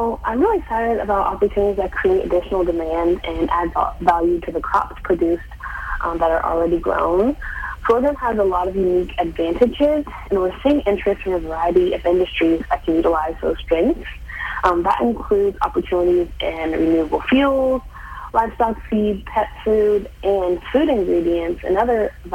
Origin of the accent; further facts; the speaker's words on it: Lawrence, Kansas, United States; Yeah, so I'm originally from Lawrence, Kansas, with no background in agriculture.